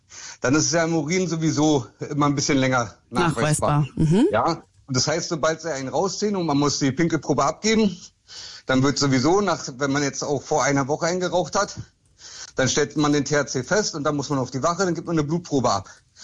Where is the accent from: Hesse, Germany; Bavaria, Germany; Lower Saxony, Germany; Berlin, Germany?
Berlin, Germany; Also, ich bin Berliner. Also, mein Vater kommt aus dem Irak.